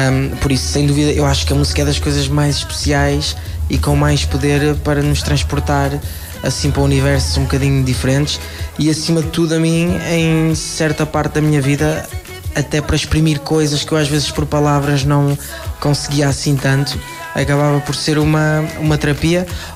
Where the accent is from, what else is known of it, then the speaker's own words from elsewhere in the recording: Portugal; eu falo de Portugal porque pronto, é o meu país.